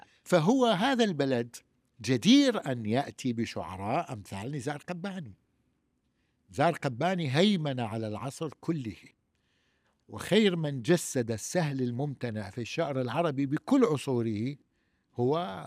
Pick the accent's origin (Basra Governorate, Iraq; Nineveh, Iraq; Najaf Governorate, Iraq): Nineveh, Iraq; Mosul; ولكننا في الموصل ندعيه